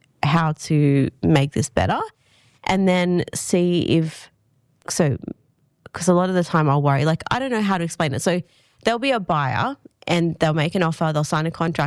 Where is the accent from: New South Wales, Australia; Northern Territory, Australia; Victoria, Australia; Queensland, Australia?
New South Wales, Australia; Sydney; now in Goulburn, Australia; I came from Sydney originally.